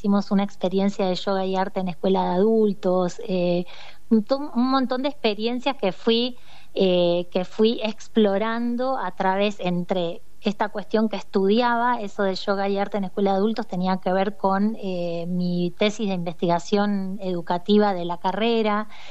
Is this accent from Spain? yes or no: no; Florencio Varela, Buenos Aires Province, Argentina; moved away as an adult; also born or lived in Trelew; Yo soy oriunda de Buenos Aires, de Florencio Varela, de la zona sur de Buenos Aires. Y a los 23 años decidí venirme al sur.